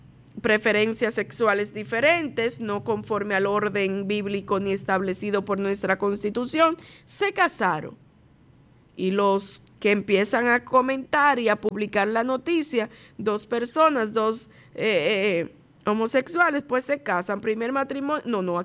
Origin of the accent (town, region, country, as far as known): Dominican Republic